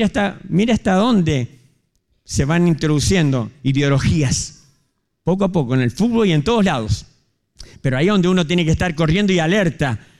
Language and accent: Spanish; Argentina; Todos somos argentinos.